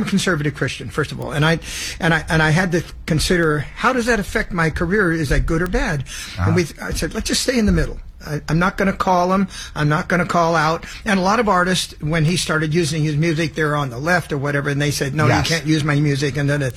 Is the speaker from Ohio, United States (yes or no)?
no; California, United States; born there; I'm from California, born in.